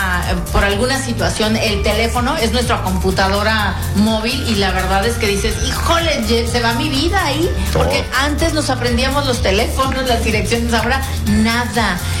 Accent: Monterrey, Nuevo León, Mexico; Imagínense cómo nos sentimos nosotros regios ir para otros lugares

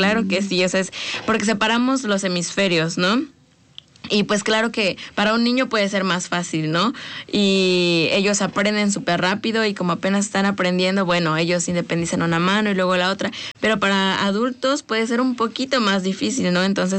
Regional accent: Mexico; De los que, pues, somos mexicanos

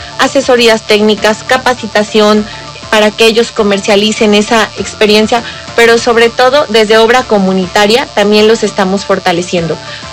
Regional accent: Puebla, Mexico; es poblana.

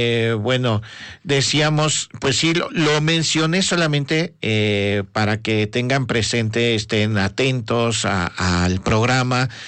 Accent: Mexico; Nosotros como mexicanos

